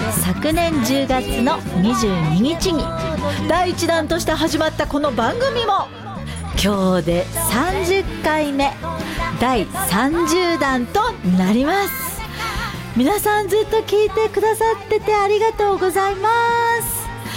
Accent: Munakata, Fukuoka, Japan; now in Tokyo, Japan; 私の大好きな地元福岡県宗像市

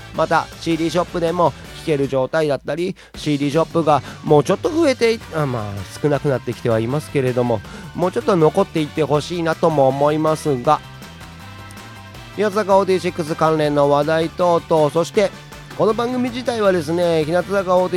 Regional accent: Tottori, Japan; この地元鳥取県、

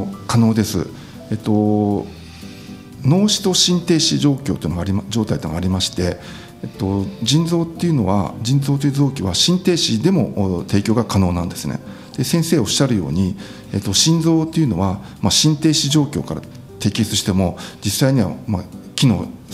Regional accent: Bunkyo, Tokyo, Japan; 出身地は東京で、まあ、文京区というところで、まあ、生まれ育ちました。まあ、文京区というのは後楽園があったり、まあ、東大があったりする場所なんですけども、

